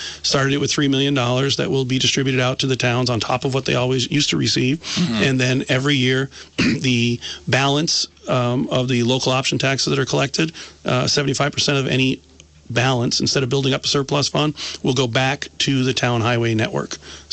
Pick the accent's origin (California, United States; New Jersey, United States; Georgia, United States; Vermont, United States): Vermont, United States; Brandon; born or raised there; also born or lived in Rutland, Vermont